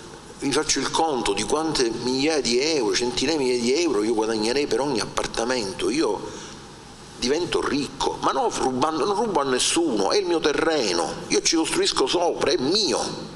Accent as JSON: {"language": "Italian", "town": "Palermo", "region": "Sicily", "country": "Italy", "said": "io vengo da Palermo, città disastrata dal sacco edilizio"}